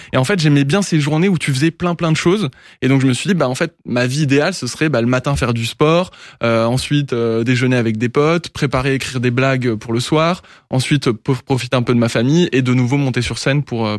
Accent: Grand Est, France; moved away; moi, je viens de Lorraine à la base, d'un petit village.

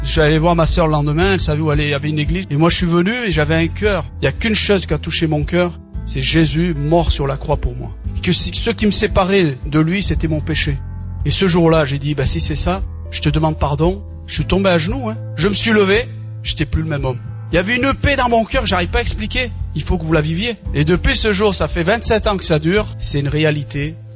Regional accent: Algeria; Je suis algérien, on est issu d'une famille nombreuse de 14 frères et sœurs.

